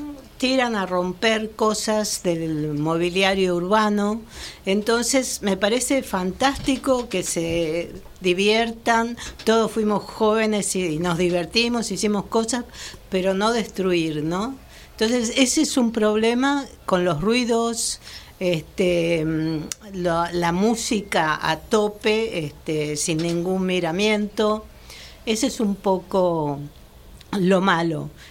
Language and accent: Spanish; Buenos Aires, Argentina; moved away as an adult; now in Laredo, Spain; yo vine por 2 meses de Buenos Aires a hacer unos trámites familiares y el día que llegué dije, me voy a quedar un tiempo porque me encantó Laredo. Y bueno, hace 21 años que estoy acá.